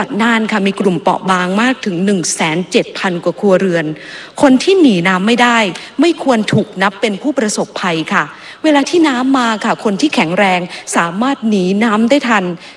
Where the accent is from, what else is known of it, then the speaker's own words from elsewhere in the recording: Sawang Daen Din, Sakon Nakhon, Thailand; ดิฉันค่ะเป็นลูกอีสานเกิดสว่างแดนดินจังหวัดสกลนคร